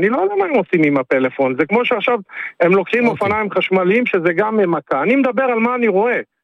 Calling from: Central District, Israel

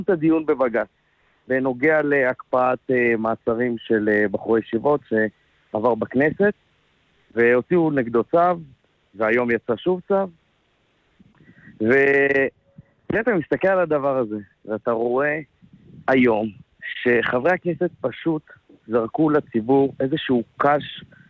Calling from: Jerusalem, Jerusalem District, Israel; מירושלים.

